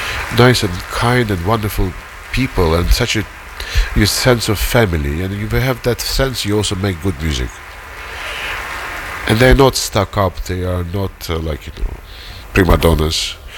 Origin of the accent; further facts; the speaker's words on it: Tashkent, Uzbekistan; moved away; It's my first American film I've seen while still living in Tashkent. I must have been 10 years old